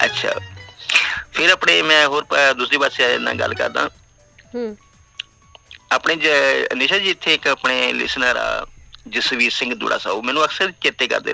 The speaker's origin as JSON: {"language": "Punjabi", "town": "Kotli Than Singh", "region": "Punjab", "country": "India", "tie": "born or raised there", "said": "ਔਰ ਮੈਂ ਸਵਾਰੀ ਕੀਤੀ ਸੀਗੀ, ਸਾਡੇ ਪਿੰਡ ਦੋ ਤਾਂਗੇ ਚੱਲਦੇ ਹੁੰਦੇ ਕੋਟਲੀ ਥਾਨ ਸਿੰਘ ਤੋਂ ਰਾਮਵਲੀ ਤੱਕ"}